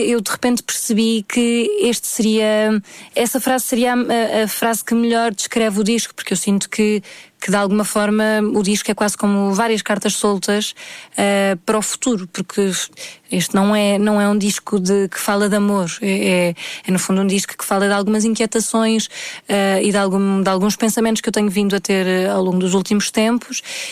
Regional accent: Portugal; É principalmente esta coisa da emoção e que nos define muito enquanto portugueses.

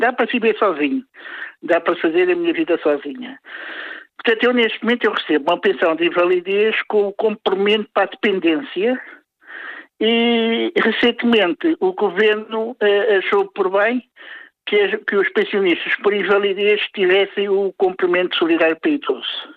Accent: Lisbon, Portugal; born there; eu não sou cigano, não sou preto, eu sou lisboeta, nasci em Lisboa, sou português e sou branco.

